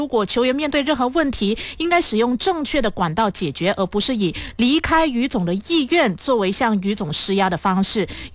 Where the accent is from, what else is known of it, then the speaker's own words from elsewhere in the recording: Malaysia; 我们也希望2028年能够实现我们马来西亚人的愿望